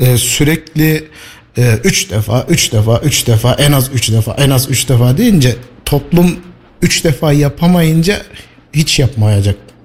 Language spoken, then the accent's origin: Turkish; Hatay, Turkey; born there; also born or lived in Ankara; now in Kayseri, Turkey; Hatay doğumluyum. Kayseri'de 2017 yılından beri buradayız. Eşimin burada uzmanlık yapması dolayısıyla buraya geldik. O günden bugüne buradayız.